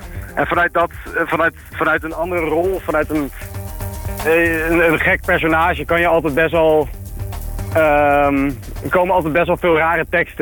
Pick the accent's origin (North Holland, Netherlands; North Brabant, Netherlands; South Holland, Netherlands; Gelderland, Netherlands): North Holland, Netherlands; Haarlem; Nou ja, we zijn hele nette jongens hoor, dus het valt nog wel mee. We komen uit Haarlem, tenslotte.